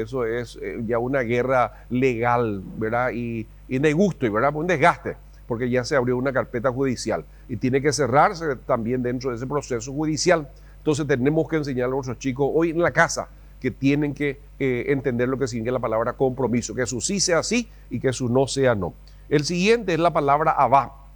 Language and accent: Spanish; Paraguay; Nosotros sabemos como paraguayo